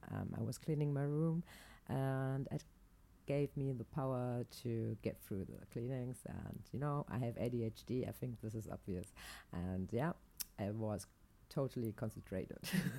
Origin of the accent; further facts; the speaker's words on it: Aachen, North Rhine-Westphalia, Germany; here in my hometown, Aachen.